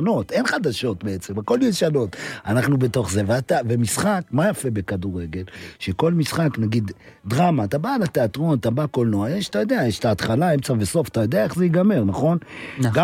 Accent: Jerusalem, Jerusalem District, Israel; אני גדלתי בירושלים, בהפגנות היו קוראים לשוטרים נאצים.

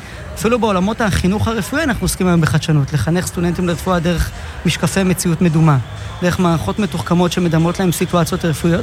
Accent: Tiberias, Northern District, Israel; אז לי היו את הנסיבות לחזור לכאן, ולמזלי זה התאפשר לי

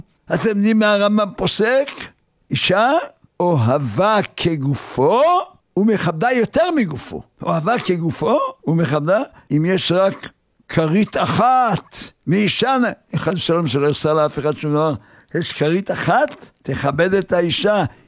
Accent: Haifa, Haifa District, Israel; אני גדלתי בחיפה.

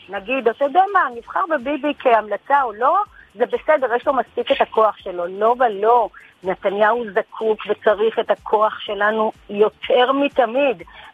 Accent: Central District, Israel; מאזור השרון.

